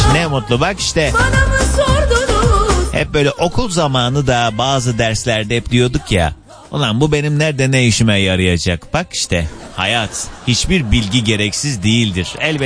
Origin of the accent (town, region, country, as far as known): Kars, Turkey; born or raised there